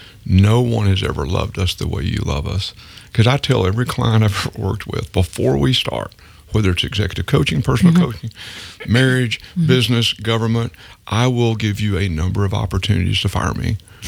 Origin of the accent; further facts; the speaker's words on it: Texas, United States; I'm a Texan